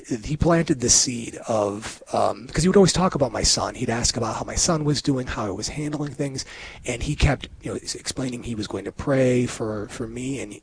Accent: Oconomowoc, Wisconsin, United States; moved away as an adult; now in Bismarck, United States; And so I grew up in Oconomowoc, Wisconsin.

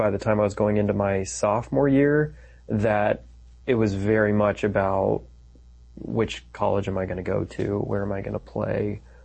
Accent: Denver, Colorado, United States; I'm from Denver, Colorado. Was baptized. Thanks be to God. I was baptized as a Catholic, but was not raised as a Catholic. Was just brought up. I was like your absolute standard American secular young man. So I was brought up in just outside of Denver

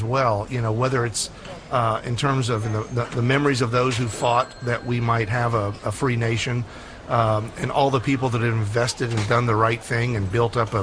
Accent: United States; I'm an American

